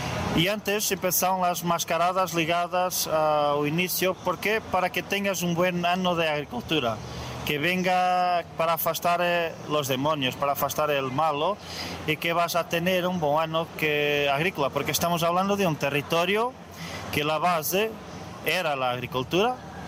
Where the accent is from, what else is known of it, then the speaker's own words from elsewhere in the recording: Vinhais, Norte, Portugal; born there; Spanish is a second language; Mi pueblo es de Ouzilhão, que es una freguesía de Vinhais. Vinhais es allí a 30 minutos de Bragança, es cercanita. Mi pueblo tiene tradiciones milenares.